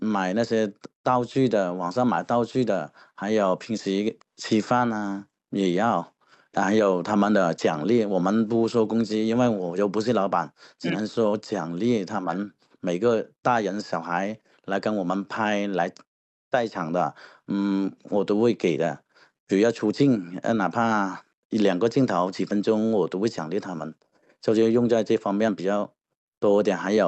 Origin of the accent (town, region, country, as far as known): Guangxi, China